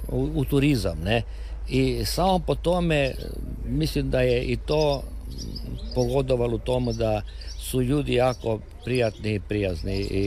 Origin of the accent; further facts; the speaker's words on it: Brtonigla, Istria County, Croatia; now in Izola, Slovenia; ja sam iz Brtonigle. Svi su nekako, većina smo iz Istre